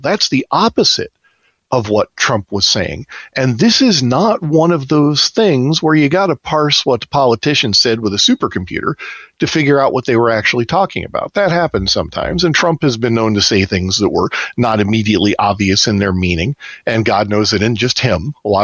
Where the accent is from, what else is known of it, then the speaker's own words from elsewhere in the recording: New Jersey, United States; moved away; I come from New Jersey originally.